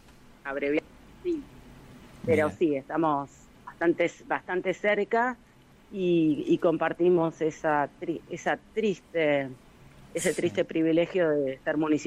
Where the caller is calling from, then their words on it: Exaltación de la Cruz, Buenos Aires Province, Argentina; acá en el municipio fumigado de Exaltación de la Cruz, provincia de Buenos Aires, ¿no? O sea, todo queda en provincia de Buenos Aires hoy.